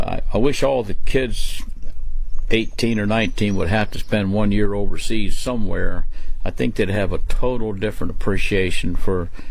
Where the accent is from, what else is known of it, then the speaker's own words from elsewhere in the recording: Maryland, United States; I was born and raised in Maryland, and we lived in an urban area, and you didn't have any, most of anyone didn't have any money in those days, but you could hunt and fish